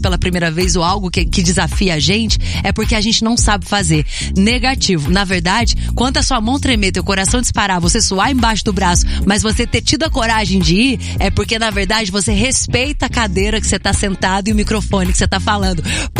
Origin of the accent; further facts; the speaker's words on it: Minas Gerais, Brazil; now in São Paulo, Brazil; Eu, por exemplo, sou do sul de Minas Gerais e tô aqui em São Paulo.